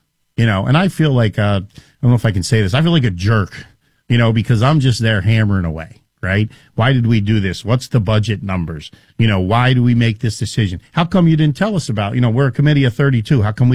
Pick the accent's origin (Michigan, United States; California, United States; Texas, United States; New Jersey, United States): New Jersey, United States; now in Green Bay, United States; I'm from New Jersey.